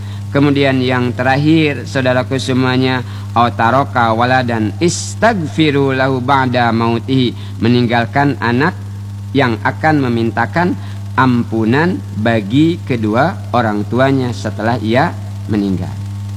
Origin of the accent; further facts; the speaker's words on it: Bangka Belitung Islands, Indonesia; Kita nih warga Bangka luar biasa